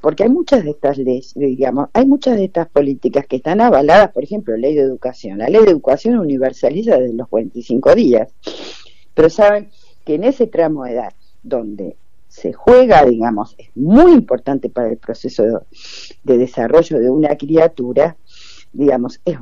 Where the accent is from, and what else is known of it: Argentina